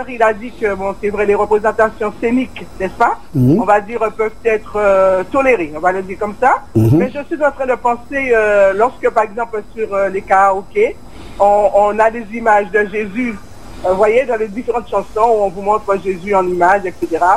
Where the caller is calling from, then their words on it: French Guiana; je vous appelle de la Guyane.